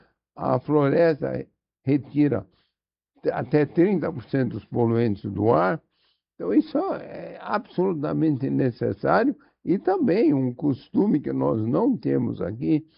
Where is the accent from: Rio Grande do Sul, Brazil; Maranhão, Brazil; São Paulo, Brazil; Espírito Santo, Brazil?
São Paulo, Brazil; Eu brinquei a minha infância inteirinha na Mata Atlântica. Eu morei na Penha, em Santo André, no Butantã, bairro Ferreira. Eu nunca parei de brincar na Mata Atlântica. Naquele tempo, a Mata Atlântica ainda estava muito grande dentro de São Paulo.